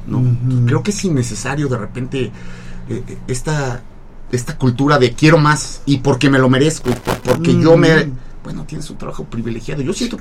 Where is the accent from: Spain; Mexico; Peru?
Mexico; incluso como mexicanos